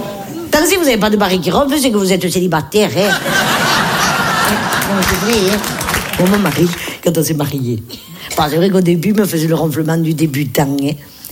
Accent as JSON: {"language": "French", "town": "Nice", "region": "Provence-Alpes-Côte d'Azur", "country": "France"}